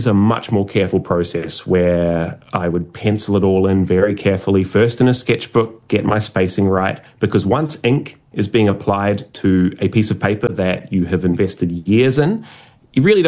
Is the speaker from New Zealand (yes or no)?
yes; South Island, New Zealand; now in Australia; I'm a Kiwi and I grew up in the South Island, of course, I worship mountains.